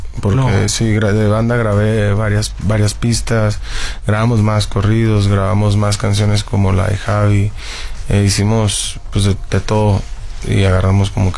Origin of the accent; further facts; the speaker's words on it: Tijuana, Baja California, Mexico; de donde soy yo, a las afueras de la ciudad, se crece escuchando música mexicana